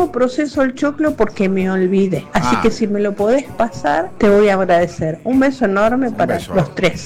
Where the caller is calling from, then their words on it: Buenos Aires, Argentina; de Villurquiza.